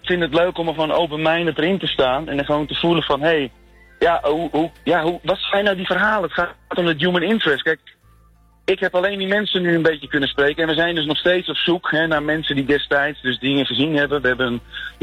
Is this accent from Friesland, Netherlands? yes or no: yes; Friesland, Netherlands; Nou ja, om als Fries, dan mede Friese te spreken.